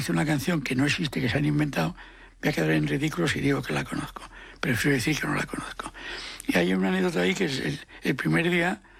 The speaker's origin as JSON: {"language": "Spanish", "region": "Asturias", "country": "Spain", "said": "Como yo soy asturiano"}